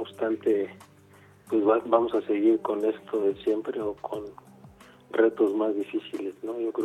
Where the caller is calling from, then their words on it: Mexico City, Mexico; te escucho desde la Ciudad de México, aquí en el cerca del aeropuerto de la Ciudad de México.